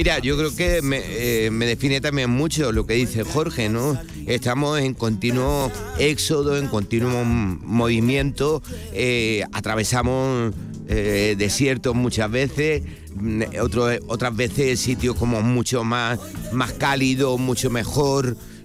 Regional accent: Granada, Andalusia, Spain; Para mí es muy importante representar mi tierra, Granada.

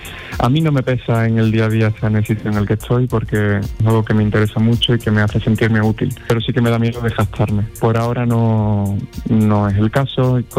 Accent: Algeciras, Andalusia, Spain; moved away; aprovechando que hablo con vosotros, que soy la radio de mi tierra

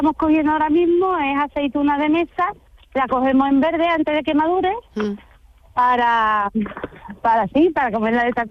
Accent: Arahal, Andalusia, Spain; born there; yo soy de Aral, de nacimiento.

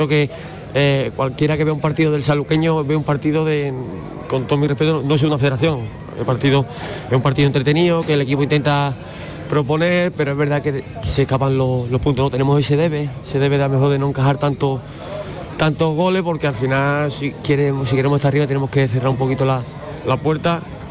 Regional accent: Huelva, Andalusia, Spain; soy de Huelva

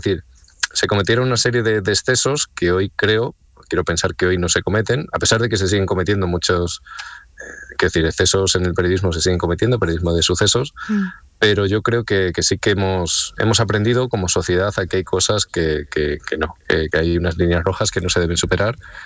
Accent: Extremadura, Spain; yo soy de Extremadura, pero no soy en concreto de la zona de La Serena.

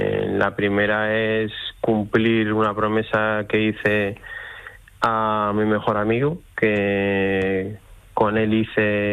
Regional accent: Basque Country, Spain; tirar otra vez para mi tierra, para el País Vasco.

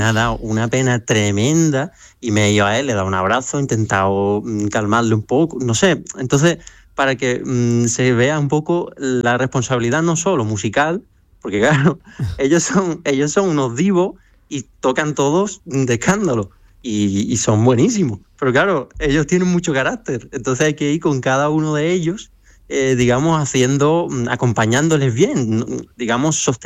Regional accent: San Roque, Andalusia, Spain; durante muchos años yo estuve en San Roque, empecé en San Roque a estudiar, en mi pueblo natal

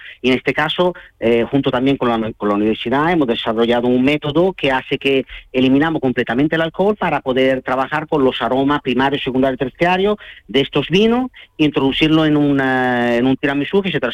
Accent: Veneto, Italy; Spanish is a second language; now in Cádiz, Spain; yo soy italiano, nativo de la zona de Venecia, pero llevo muchos años aquí en Cádiz

